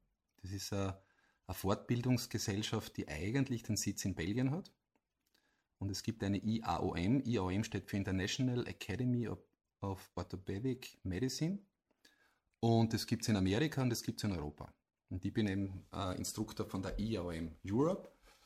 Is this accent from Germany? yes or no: no; Austria; Aber ich sage dann meistens, ich komme aus Nordslowenien. Und die slowenische Grenze, die österreichisch-slowenische Grenze, die können alle einordnen. Und ich sage, ja, genau, von dort komme ich her. nur halt auf der österreichischen Seite.